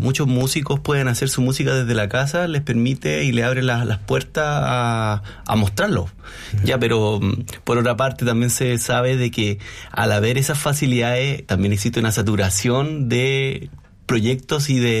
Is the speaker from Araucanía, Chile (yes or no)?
no; Quillota, Valparaíso, Chile; yo soy de Quillota